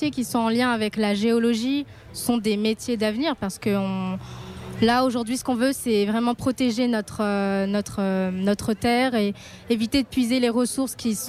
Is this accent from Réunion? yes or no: yes; Réunion; moved away as an adult; now in Bordeaux, France; moi je viens de l'île de la Réunion. Et quand j'étais sur l'île, j'étais dans une asso de botanistes.